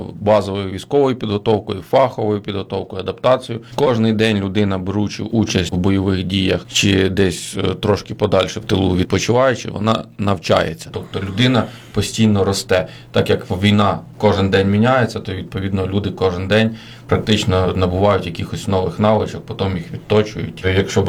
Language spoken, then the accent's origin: Ukrainian; Kyiv, Ukraine; Я особисто киянин